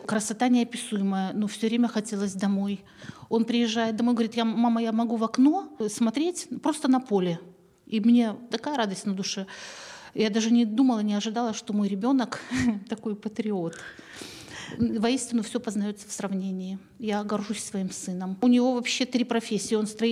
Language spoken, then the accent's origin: Russian; Ivatsevichy, Brest Region, Belarus; Родилась в Ивацевичах, закончила среднюю школу номер 2.